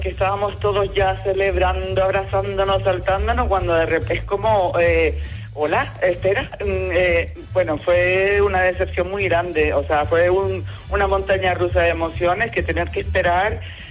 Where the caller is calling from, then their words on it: Las Palmas de Gran Canaria, Canary Islands, Spain; la plaza aquí del barrio, la Plaza del Pilar de Guanarteme